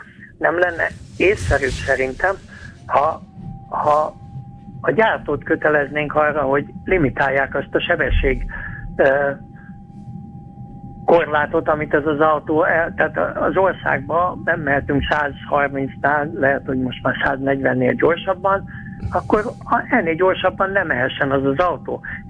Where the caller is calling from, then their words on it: Hungary; vidéki vagyok